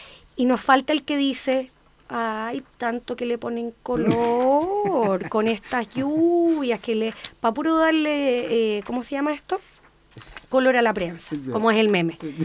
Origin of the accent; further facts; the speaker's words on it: Chile; somos chilenos y los chilenos estamos preparados.